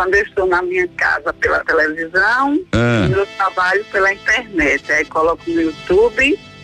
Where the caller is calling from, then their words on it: Tracunhaém, Pernambuco, Brazil; Eu falo de Tracunhaém